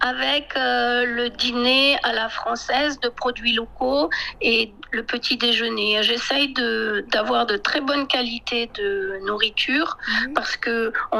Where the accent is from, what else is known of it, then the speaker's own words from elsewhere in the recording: France; j'ai beaucoup voyagé au Yunnan, mais je suis française. Donc, c'est un mélange de que je suis en tant que française, en tant qu'architecte, et ce que j'ai aimé au Yunnan.